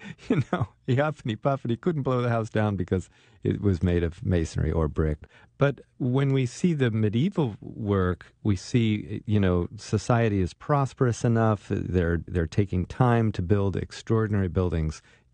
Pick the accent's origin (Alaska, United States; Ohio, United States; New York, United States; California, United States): California, United States; I come out of the suburbs in California. I'm a kid from America.